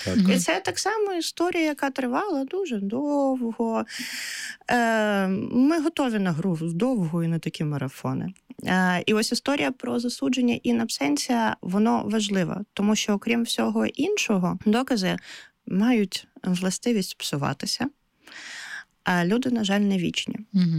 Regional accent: Kherson, Kherson Oblast, Ukraine; Я сама з Херсону

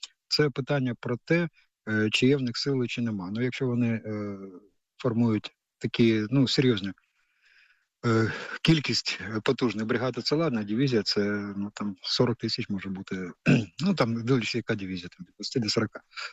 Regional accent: Kyiv, Ukraine; я теж корінний киянин.

